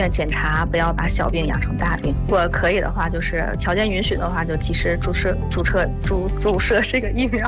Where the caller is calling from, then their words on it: Tangshan, Hebei, China; 啊，对，我是唐山的，